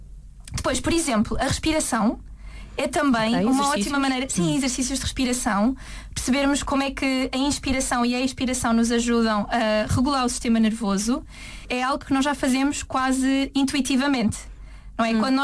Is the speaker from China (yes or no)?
no; Lisbon, Portugal; moved away as an adult; now in Faro, Portugal; vim viver para Faro, sou de Lisboa